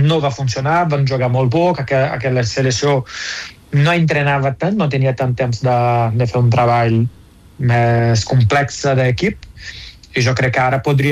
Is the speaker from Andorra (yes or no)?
no; Brazil